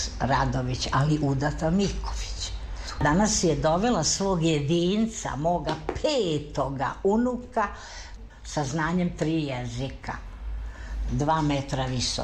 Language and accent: Serbian; Kragujevac, Šumadija, Serbia; born there; Ja sam rođena u Kragujevcu, u naselju koje se zove Sušica, kod moga dede i babe, 40. godine.